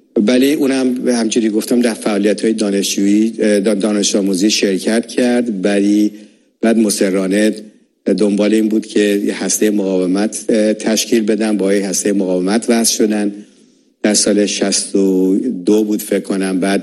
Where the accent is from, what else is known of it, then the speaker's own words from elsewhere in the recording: Iran; moved away; من از ایران اومدم 14 سال بیشتر نداشت